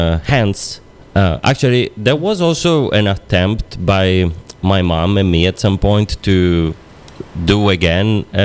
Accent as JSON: {"language": "English", "country": "Italy", "tie": "born there", "second_language": "English", "moved": "yes"}